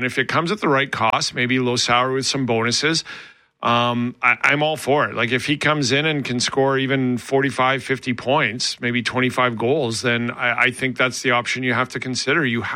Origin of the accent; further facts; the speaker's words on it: Alberta, Canada; But I grew up in Southern Alberta and I was a Flames fan.